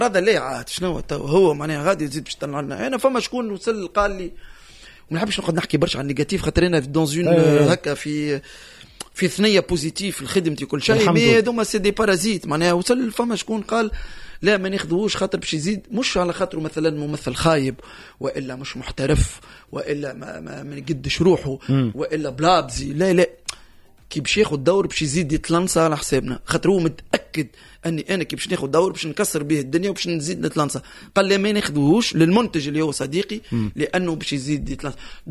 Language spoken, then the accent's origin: Arabic; Tunisia; بلغتنا نحن تونسيه